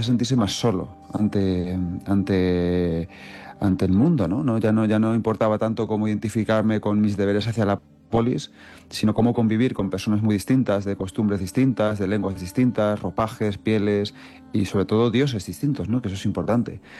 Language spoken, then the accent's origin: Spanish; Manzanares, Castilla-La Mancha, Spain; Yo siempre digo que es como cuando yo era pequeño y estaba en mi pueblo, ¿no? Yo soy un pueblo de Ciudad Real muy chiquitín, de Manzanares. Bueno, no tan chiquitín, somos 15, 18.000.